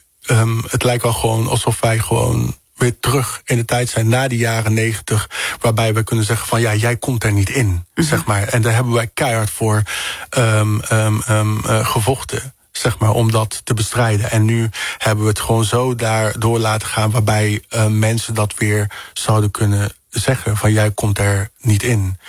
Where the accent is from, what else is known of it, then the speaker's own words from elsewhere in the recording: Netherlands Antilles, Netherlands; born there; Want niemand, maar ook echt daadwerkelijk niemand kan mijn Nederlanderschap in kwestie stellen. Sowieso niet, omdat ik gewoon in Nederlands Antillen geboren ben.